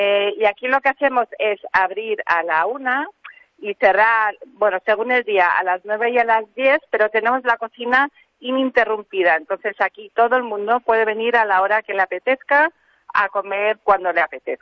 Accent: Spain; also born or lived in Germany; now in Laxe, Spain; Mis padres se mudaron a España cuando yo tenía un añito. Entonces uh-huh. He crecido en España y aquí, pues, toda la vida he ido al colegio aquí. Y luego, pues, he ido a vivir en muchos sitios

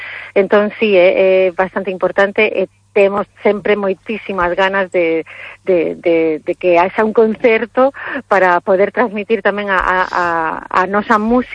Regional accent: Brussels, Brussels-Capital Region, Belgium; Ainda que, cando decimos, somos de Bruselas e nacimos en Bruselas, pois a xente pois está ainda máis, pero como é posible, non?

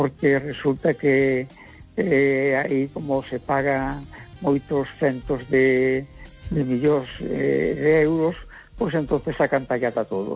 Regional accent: Galicia, Spain; E como galego, pois a mí me gusta o Deportivo, me gusta o Celta, ¿verdad?

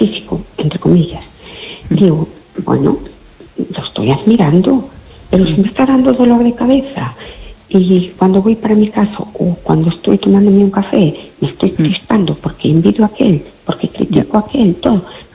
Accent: Fene, Galicia, Spain; Buenas noches … de Fene. ¿Qué tal?

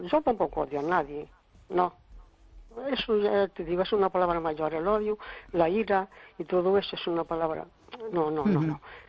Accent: Cespón, Galicia, Spain

